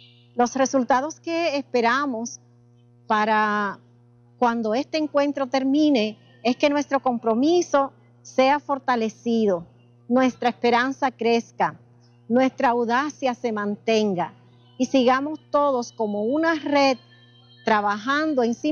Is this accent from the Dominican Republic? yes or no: yes; Dominican Republic